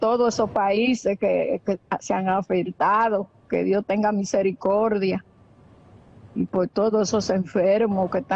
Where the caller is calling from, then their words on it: Dominican Republic; la de Santo Domingo, Santo. Bejuco Alambre. Yo vivo en un campo de Santo Domingo, de Bejuco Alambre.